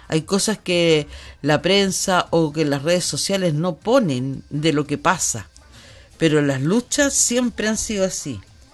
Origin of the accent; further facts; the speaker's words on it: Arica, Arica y Parinacota, Chile; nosotros somos Arica, que cuesta lo que son Iquique, Magallanes, todo, cuesta, porque creen que nosotros no somos parte de Chile. Y somos parte de Chile. Somos ciudadanos chilenos